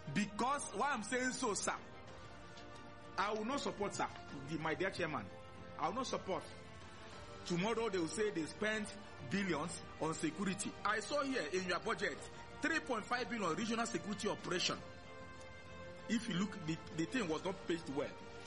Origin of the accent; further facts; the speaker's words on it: Onitsha, Anambra, Nigeria; I was born and bred in Onitsha.